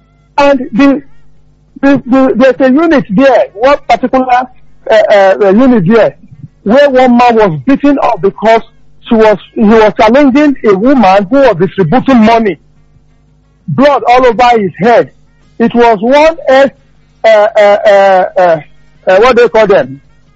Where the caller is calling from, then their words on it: Olugbo, Nigeria; I'm calling you from Olugbo.